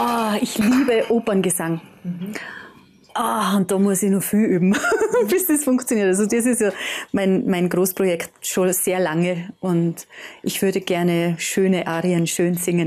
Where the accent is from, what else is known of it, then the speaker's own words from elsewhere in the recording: Tyrol, Austria; Ja, also ich als Tiroler Marcia, du kannst alles und tanzen besonders.